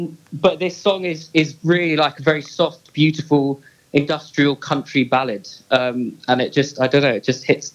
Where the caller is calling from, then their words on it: London, United Kingdom; From Archway.